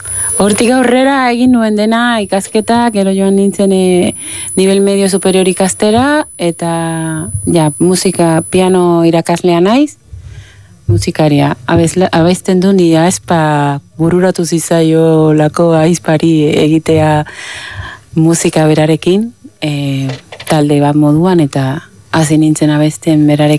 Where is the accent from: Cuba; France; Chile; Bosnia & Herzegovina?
Cuba; Manzanillo, Granma; Basque is a second language; moved away as an adult; also born or lived in Havana; now in Basque Country, Spain; ni jaio nintzen Manzanillo 1971